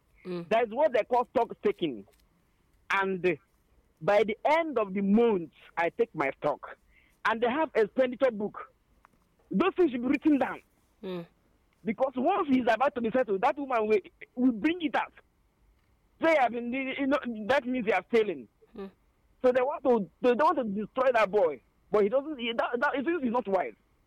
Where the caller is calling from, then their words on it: Enugu State, Nigeria; from Moody Law Government in Enugu State.